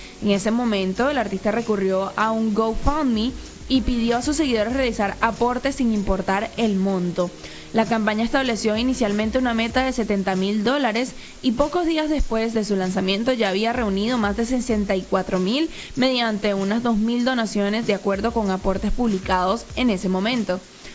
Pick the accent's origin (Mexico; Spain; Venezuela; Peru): Venezuela; los venezolanos